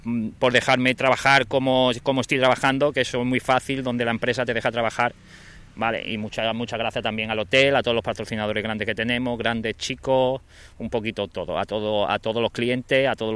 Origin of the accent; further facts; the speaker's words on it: Málaga, Andalusia, Spain; now in Motril, Spain; vamos a hacer camperos muy típicos de Málaga, que eso aquí en Motril no. Entonces, como yo soy de Málaga, Pedro, pues lo traigo para que la gente lo pruebe.